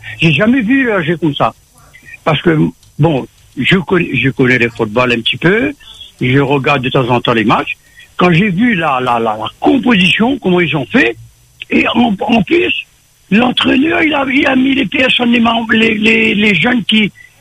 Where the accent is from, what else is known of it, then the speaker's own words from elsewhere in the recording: France; Et personnellement, comme j'ai dit avec mes collègues, je suis français. Je resterai français, je mourrai français.